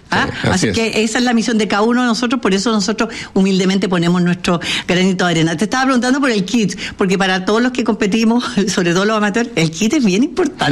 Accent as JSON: {"language": "Spanish", "town": "Santiago", "region": "Santiago Metropolitan Region", "country": "Chile", "said": "nosotros, sí, los santiaguinos"}